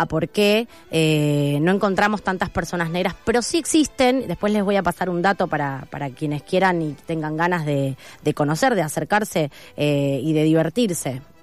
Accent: Argentina

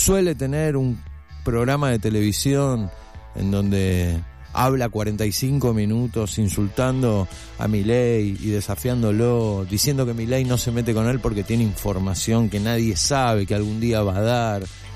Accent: Argentina

